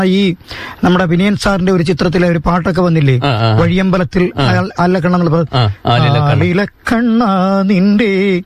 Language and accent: Malayalam; Karuvatta, Kerala, India; also born or lived in Kayamkulam; കാര്യം വഴിയമ്പലത്തിന് വടക്കുവശമാണല്ലോ. അപ്പൊ അവിടെയുള്ള ഒരു പാപ്പൻ എന്ന് പറയുന്ന ഒരു മാന്യദേഹമാണ് എന്നെ എടുത്തു വളർത്തിയത്.